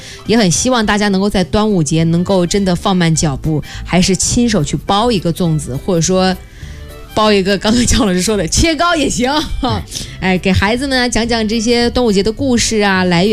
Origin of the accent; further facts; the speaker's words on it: China; 我们中国人